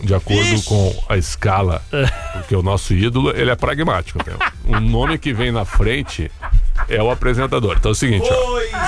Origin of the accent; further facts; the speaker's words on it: Rio Grande do Sul, Brazil; A única semelhança que eu tenho com ele é que nós somos gaúchos.